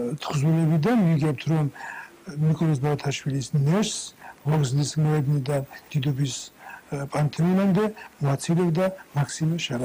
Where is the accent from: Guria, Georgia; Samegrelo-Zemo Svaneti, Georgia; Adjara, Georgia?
Guria, Georgia; Ozurgeti district; moved away; შევედი გურიანთის სკოლაში, ის მაშინ 8 წლიანი იყო, ეგარი ოზურგეთის რაიონში